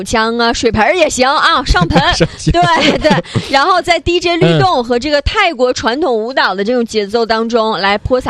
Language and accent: Chinese; Liaoyuan, Jilin, China; 我的家乡辽源